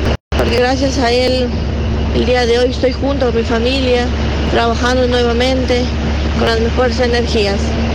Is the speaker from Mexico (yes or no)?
no; Saraguro, Loja, Ecuador; Yo soy una persona que se dedica a la agricultura, soy de aquí de Saraguro.